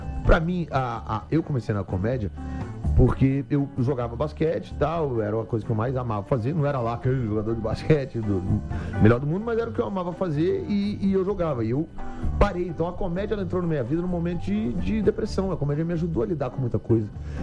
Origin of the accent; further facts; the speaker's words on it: Brazil; Eu sou humorista brasileiro.